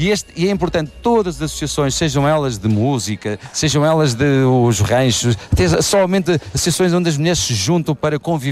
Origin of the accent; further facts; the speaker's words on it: Vila Nova de Poiares, Centro, Portugal; sou de Poiares